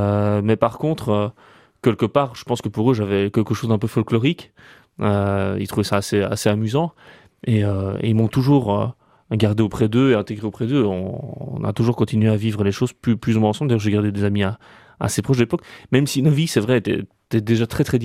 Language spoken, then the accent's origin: French; Brussels, Brussels-Capital Region, Belgium; Moi, je suis bruxellois